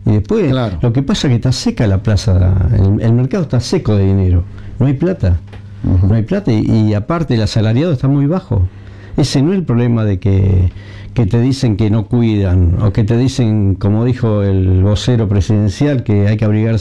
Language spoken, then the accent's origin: Spanish; Casilda, Santa Fe, Argentina; los verdaderos dueños somos los ciudadanos de Casilda.